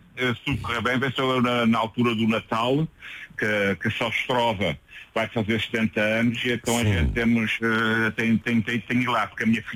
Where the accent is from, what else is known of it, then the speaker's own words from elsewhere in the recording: Queluz, Lisbon, Portugal; born there; o meu irmão nasceu em Lisboa, só é que nasci em Queluz.